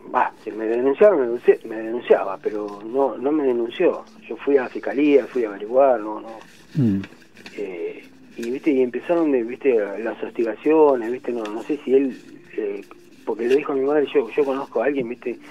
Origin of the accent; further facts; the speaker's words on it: Florencio Varela, Buenos Aires Province, Argentina; Florencio Varela.